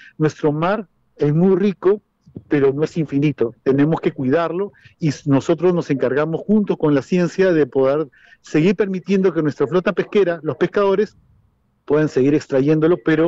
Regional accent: Peru; como peruanos y como autoridades

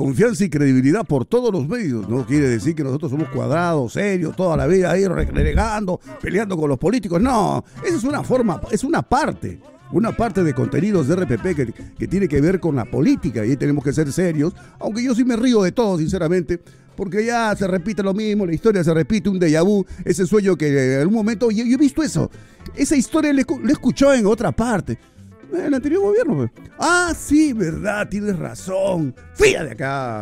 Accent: Peru; para todos nuestros hermanos peruanos de la frontera

